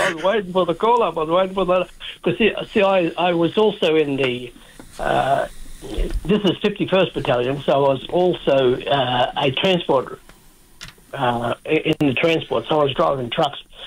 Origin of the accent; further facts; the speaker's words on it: Bundaberg, Queensland, Australia; born there; now in Sydney, Australia; And on my mother's side, I'm from Bundaberg North. Around that area, I was born on my mother's country in Bundaberg there.